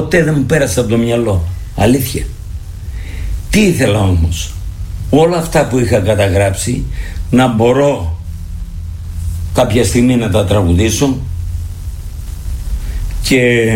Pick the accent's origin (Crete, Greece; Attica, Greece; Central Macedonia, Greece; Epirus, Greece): Epirus, Greece; Keramitsa; moved away as an adult; Γεννήθηκα στην Κεραμίτσα και έφυγα σε ηλικία 17 χρονών